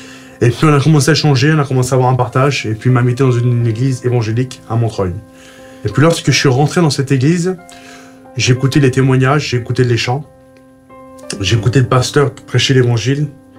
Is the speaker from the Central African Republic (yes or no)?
no; Algeria; Vous savez, c'est dur lorsqu'on est algérien, lorsqu'on est musulman, lorsqu'on rentre dans une église et qu'on souffre, d'écouter le message de l'évangile, c'est compliqué.